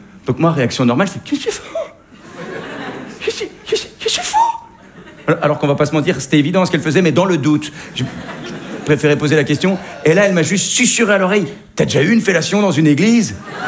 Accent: Belgium

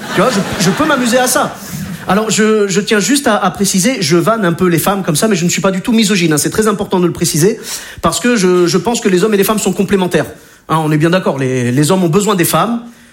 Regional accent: Clermont-Ferrand, Auvergne-Rhône-Alpes, France; je suis originaire de Clermont-Ferrand. Alors, Clermont-Ferrand, pour ceux qui ne connaissent pas, c'est un peu le pays des pneus et du fromage.

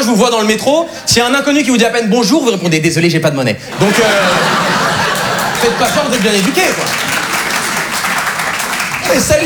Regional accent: Switzerland; also born or lived in Brazil; J'ai une tête d'allemand, j'ai grandi en Suisse et j'ai de la famille en Amérique du Sud.

